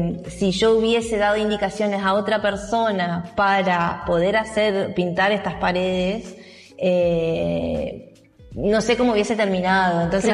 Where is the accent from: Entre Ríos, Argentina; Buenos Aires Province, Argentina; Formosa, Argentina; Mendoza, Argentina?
Formosa, Argentina; now in Santa Fe, Argentina; Yo vengo de Formosa, soy formoseña, mi mamá es paraguaya, mi papá es formoseño del interior de Formosa, en donde es una provincia en donde no hay museos para artistas contemporáneos.